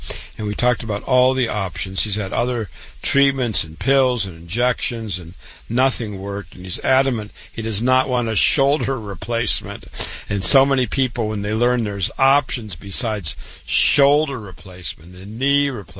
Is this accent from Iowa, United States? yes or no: yes; Waterloo, Iowa, United States; Born and raised in Waterloo, Iowa.